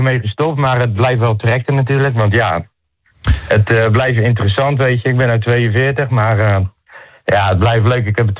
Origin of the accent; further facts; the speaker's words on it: Rotterdam, South Holland, Netherlands; Ik kom uit Rotterdam-Zuid, uit de Bloemhof. En gewoon dus sowieso Rotterdam.